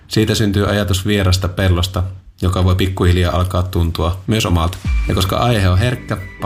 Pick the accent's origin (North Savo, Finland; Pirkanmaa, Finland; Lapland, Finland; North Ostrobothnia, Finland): North Ostrobothnia, Finland; Oulu; Mä oon oululainen artisti … ja työstän tällä hetkellä mun toista albumia.